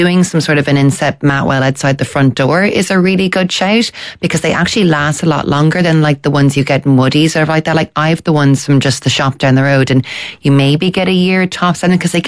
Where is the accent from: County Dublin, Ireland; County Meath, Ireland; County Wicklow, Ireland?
County Wicklow, Ireland; I'm from Wicklow